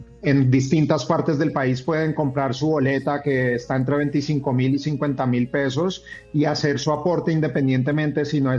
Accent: Bogotá, Bogotá D.C., Colombia; also born or lived in Cali; yo soy de Bogotá, pero amo Cali, me fui muy joven para allá y es una ciudad que me abrió las puertas

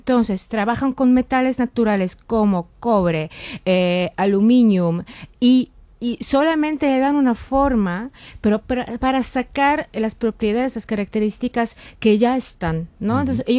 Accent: Kraków, Lesser Poland, Poland; Spanish is a second language; now in Madrid, Spain; yo vengo ahora de Madrid, pero yo soy de Cracovia, entonces del sur de Polonia

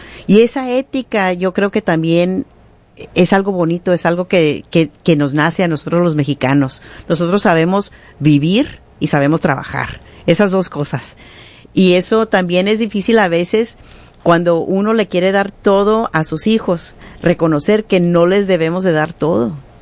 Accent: Mexico; Y yo creo que eso sí, siendo mexicana...

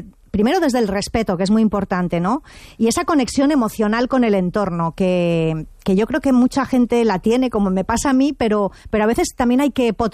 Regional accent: Valencian Community, Spain; lo que multiplica siempre las posibilidades para todos los visitantes y los que somos de aquí, de la Comunidad Valenciana.

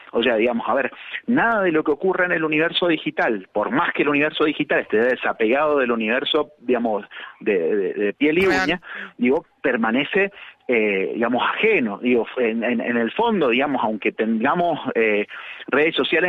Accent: Mendoza, Argentina; y como nosotros somos de Mendoza, le preguntamos a la gente cómo anda, la saludamos.

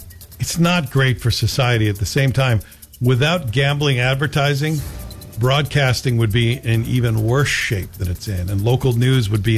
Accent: Canada; as a Canadian.

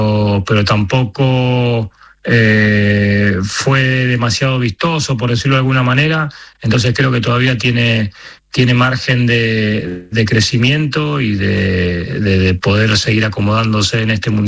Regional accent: Argentina; Y como decimos nosotros, que es un extraterrestre.

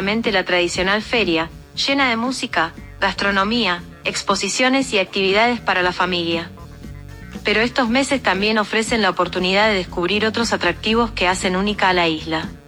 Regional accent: Argentina; now in Mexico; la argentina más mexicana.

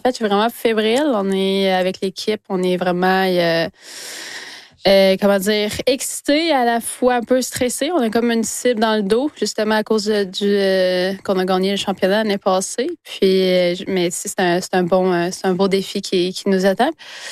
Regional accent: Trois-Rivières, Quebec, Canada; now in Montreal, Canada; J'ai grandi un peu... en ville et un peu à Wimontachi, justement. J'ai grandi à Trois-Rivières

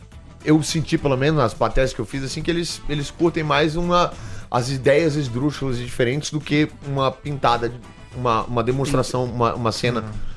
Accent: Brazil; Eu sou humorista brasileiro, é isso que eu sou.

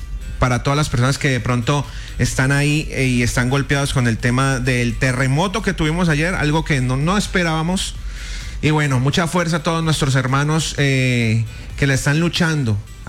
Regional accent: Cali, Valle del Cauca, Colombia; Ayer nuestra ciudad sintió la fuerza de la tierra, pero también nos recuerda la fuerza que tenemos como caleños

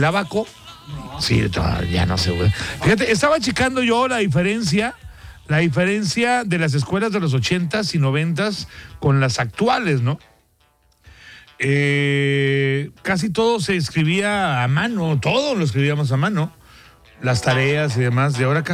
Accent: Monterrey, Nuevo León, Mexico; como todo mexicano, como todo regio

